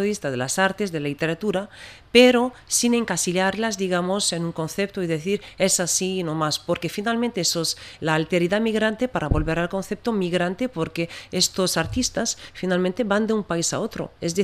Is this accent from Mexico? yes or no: no; France; Yo soy francesa, argelina y también digo, bueno, tunecina